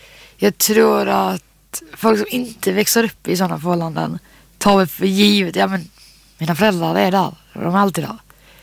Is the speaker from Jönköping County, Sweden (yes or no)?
no; Landskrona, Skåne, Sweden; also born or lived in Marieholm / Malmö; Jag är uppvuxen där, men från början är jag född i Marieholm. Men sen har jag ett familjehem i Landskrona. När jag var väldigt liten.